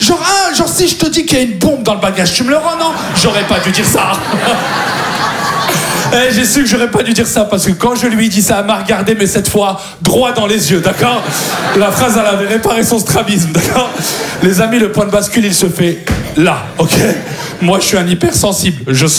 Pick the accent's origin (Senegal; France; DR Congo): France; Et là, je raccroche, je lui dis, je suis français.